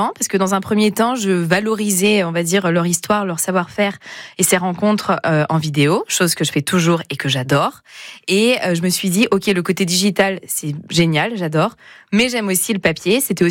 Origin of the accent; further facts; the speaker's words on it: Auvergne-Rhône-Alpes, France; Oui, je suis auvergnate. Mon papa dirait que je suis bourbonnaise et pas auvergnate.